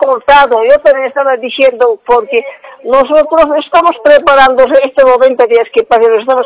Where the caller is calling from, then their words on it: La Paz, Bolivia; Yo llamo de Ciudad de la Paz de la Ollada